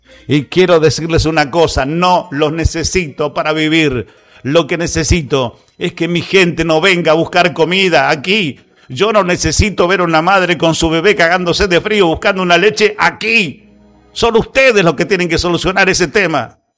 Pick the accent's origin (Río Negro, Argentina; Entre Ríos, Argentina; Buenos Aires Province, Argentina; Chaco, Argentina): Buenos Aires Province, Argentina; now in Bragado, Argentina; Nosotros somos argentinos.